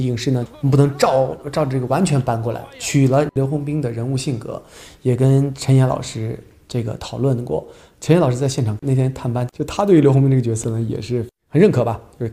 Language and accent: Chinese; Xi'an, Shaanxi, China; moved away; 我小时候在西安的时候